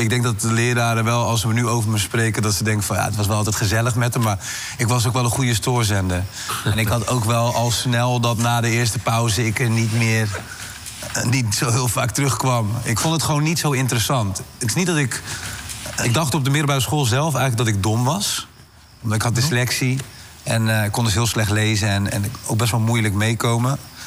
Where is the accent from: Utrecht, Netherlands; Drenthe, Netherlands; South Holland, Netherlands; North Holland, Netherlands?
Utrecht, Netherlands; Amersfoort; Ik kom uit Amersfoort.